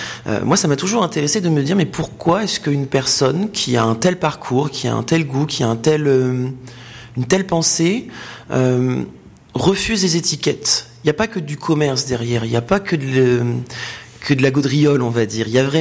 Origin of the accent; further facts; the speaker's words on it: the north of France, France; accent: pointu; moved away; also born or lived in Paris / Saintes; moi je viens du nord de la France, hein, j'ai l'accent pointu. Et puis ensuite, bah je suis descendu au fur et à mesure du temps à Paris pour aller faire notamment mes études de droit et histoire de l'art à l'école du Louvre et à Paris 11.